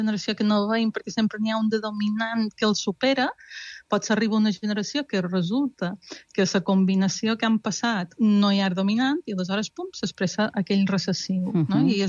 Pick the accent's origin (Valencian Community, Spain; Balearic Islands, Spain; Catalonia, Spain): Balearic Islands, Spain; jo veia gent i pensava, som mallorquins.